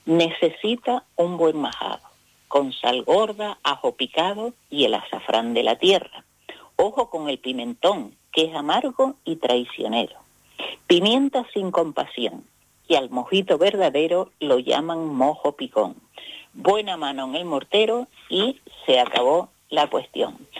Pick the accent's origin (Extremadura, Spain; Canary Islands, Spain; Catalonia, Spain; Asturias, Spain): Canary Islands, Spain